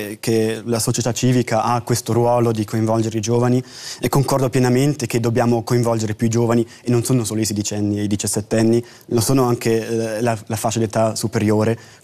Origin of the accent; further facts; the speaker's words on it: Switzerland; noi come Svizzera